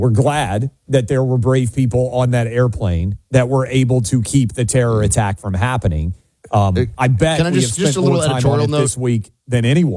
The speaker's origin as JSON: {"language": "English", "region": "Tennessee", "country": "United States", "tie": "born or raised there", "said": "We talked some yesterday about the failure of my home state of Tennessee to execute a woman on death row correctly."}